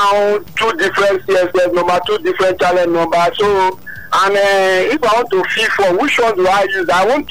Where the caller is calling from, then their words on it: Nigeria; I'm calling from Agbada Ajé.